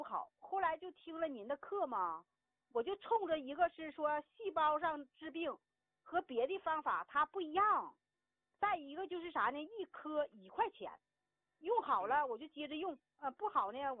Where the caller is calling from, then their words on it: Daqing, Heilongjiang, China; 常老师啊，你看能不能给我留2个名额呀？我是大庆的。